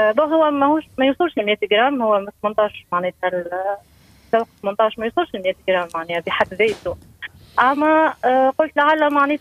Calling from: Bizerte, Bizerte Governorate, Tunisia; من بنزرت.

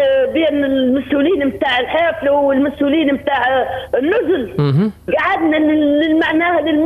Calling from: Meknassy, Sidi Bouzid, Tunisia

